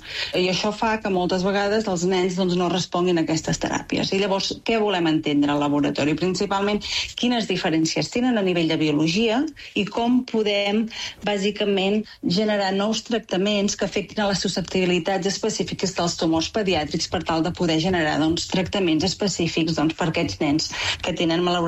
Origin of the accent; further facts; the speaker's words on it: Olot, Catalonia, Spain; now in Lisbon, Portugal; Sí, sóc d'Olot.